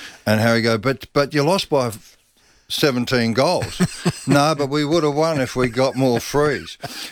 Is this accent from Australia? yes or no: yes; South Australia, Australia; you've got the terrible dilemma of being South Australian and sing answer